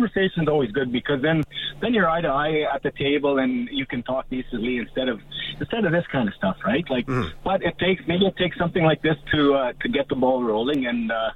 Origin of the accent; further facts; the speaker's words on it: St. Paul, Alberta, Canada; St. Paul is my hometown, Courtney. Mm-hmm. Growing up in St. Paul, my relatives, my uncles, my aunties, my grandparents